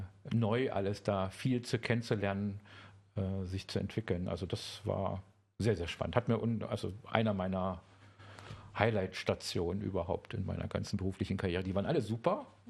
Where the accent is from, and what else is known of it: Saxony, Germany; now in Berlin, Germany